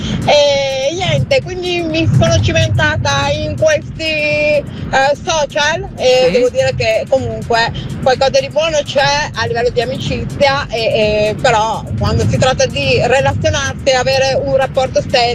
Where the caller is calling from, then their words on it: Verona, Veneto, Italy; ho 54 anni, sono di Verona